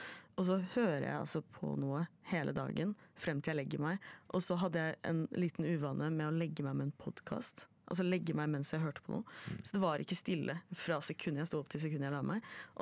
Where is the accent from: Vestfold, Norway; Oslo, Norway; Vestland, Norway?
Oslo, Norway; Fordi jeg er fra Oslo.